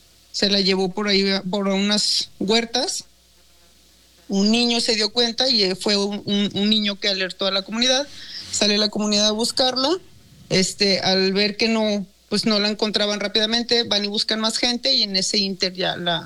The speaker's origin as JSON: {"language": "Spanish", "region": "Tabasco", "country": "Mexico", "said": "como es muy común en las regiones de acá o en la zona de donde somos, de Tabasco"}